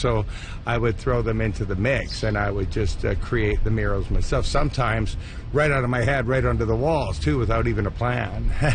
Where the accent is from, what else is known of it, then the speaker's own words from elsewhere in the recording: England, United Kingdom; born there; moved away; I was born in England on Christmas Day.